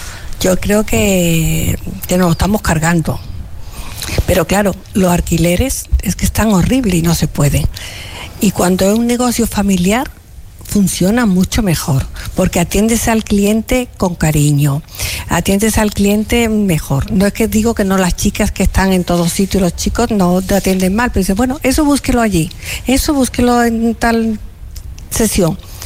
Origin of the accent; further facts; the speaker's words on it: Málaga, Andalusia, Spain; yo como malagueña